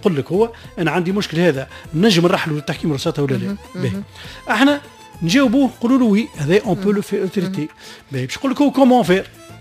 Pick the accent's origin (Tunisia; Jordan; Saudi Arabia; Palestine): Tunisia